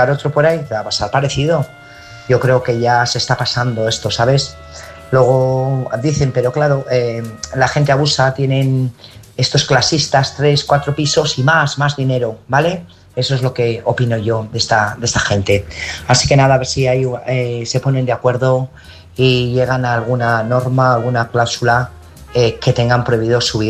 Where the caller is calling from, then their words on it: Burgos, Castile and León, Spain; Buenas noches … corresponsal de Burgos.